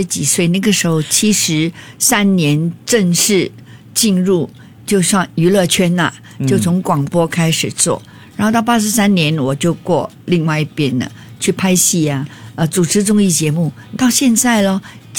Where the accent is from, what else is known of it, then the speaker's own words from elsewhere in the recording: Singapore; 我们新加坡人蛮幸福的啦，